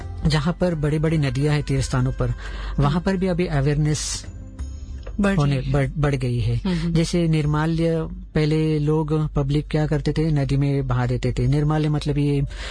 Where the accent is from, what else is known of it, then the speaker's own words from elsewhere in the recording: Mumbai, Maharashtra, India; moved away; जैसे अभी मैं मुंबई से बिलोंग करते हूँ